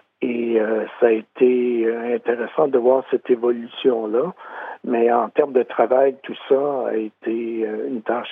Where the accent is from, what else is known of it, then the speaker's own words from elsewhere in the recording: Saint-Ours, Quebec, Canada; Non, il n'y a véritablement pas de lien parce que j'ai grandi à Saint-Ours avant de quitter l'endroit pendant plusieurs années et avant d'y revenir.